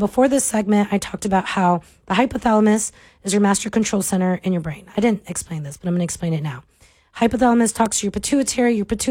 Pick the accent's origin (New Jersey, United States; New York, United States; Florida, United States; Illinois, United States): Florida, United States; I'm from Florida